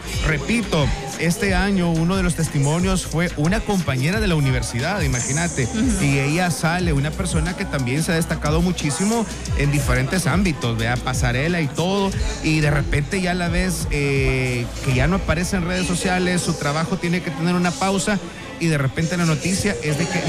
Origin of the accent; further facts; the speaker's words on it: El Salvador; nosotros como salvadoreños